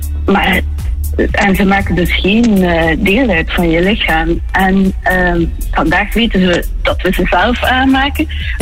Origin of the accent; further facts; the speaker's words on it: Ghent, Flanders, Belgium; En als echte Gentenaar hoef je daar niet altijd.